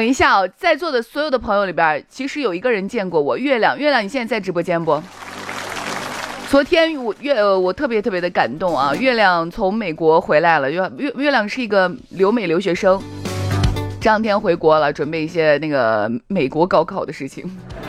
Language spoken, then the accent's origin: Chinese; Shaanxi, China